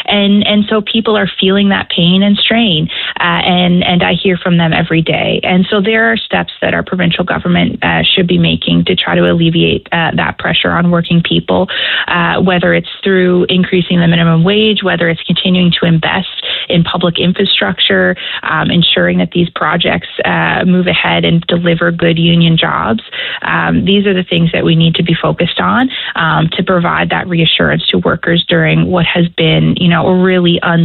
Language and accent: English; Newfoundland and Labrador, Canada; here in Newfoundland and Labrador